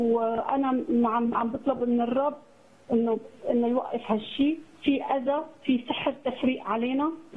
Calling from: Germany; انا بتكلم من المانيا

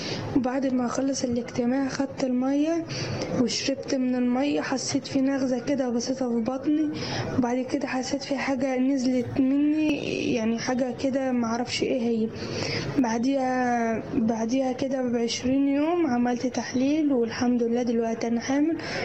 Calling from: Cairo, Cairo Governorate, Egypt; من القاهرة.

